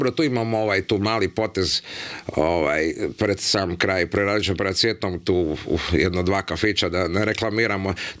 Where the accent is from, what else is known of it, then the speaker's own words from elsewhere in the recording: Zagreb, City of Zagreb, Croatia; moved away as an adult; also born or lived in Rome, Italy / Netherlands; now in Poreč, Croatia; mama mi je Istrijanka, tata poreklom iz Gorskog Kotara, odrastao u Zagrebu i tako. Ja rođen u Zagrebu